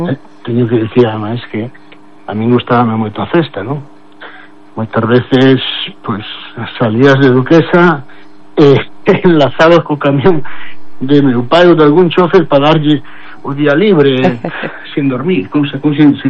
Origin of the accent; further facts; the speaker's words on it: Ourense, Galicia, Spain; also born or lived in Monforte de Lemos / Asturias; eu realmente nací aquí, pero a miña infancia pasei na Ourense e a miña juventud e a miña carreira estudié en Asturias, non?